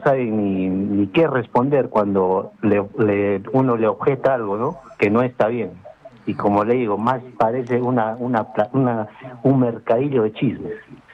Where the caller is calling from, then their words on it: Sachaca, Arequipa, Peru; yo vivo en Sachaca, soy un contribuyente.